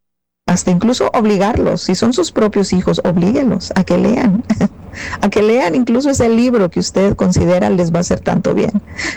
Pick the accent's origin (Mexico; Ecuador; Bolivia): Mexico; ni de loco, atento contra mi vida, si yo soy mexicano, si yo soy, y además este domingo juega mi selección.